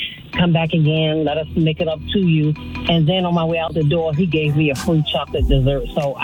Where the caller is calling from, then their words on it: Rockville, Maryland, United States; I'm calling from Rockville, Maryland.